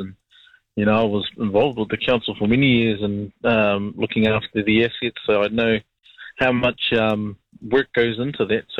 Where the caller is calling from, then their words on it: New Zealand; So as a New Zealander